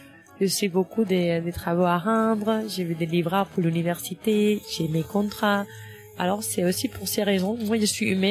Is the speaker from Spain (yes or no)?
yes; Spain; Mais moi, je viens de l'Espagne, qui fait c'est le deuxième pays le plus touristique du monde après la France.